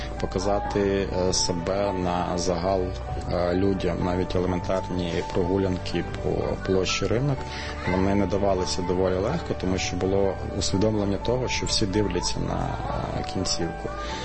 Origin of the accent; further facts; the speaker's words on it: Zhytomyr Oblast, Ukraine; і я сам з Житомирщини, і хотів дійсно долучитися до лав 95-ї.